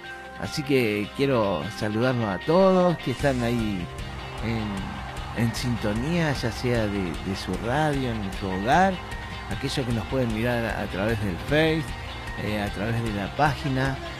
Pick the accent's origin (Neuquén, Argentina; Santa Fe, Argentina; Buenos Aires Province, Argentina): Neuquén, Argentina; yo soy nacido y criado acá en Neuquén Capital